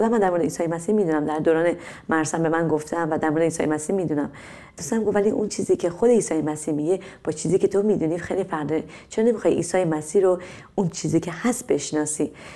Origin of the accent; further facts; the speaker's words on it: Iran; من از یه خانواده مذهبی خیلی شدیدی هستم توی ایران و توی خانواده بزرگ شدم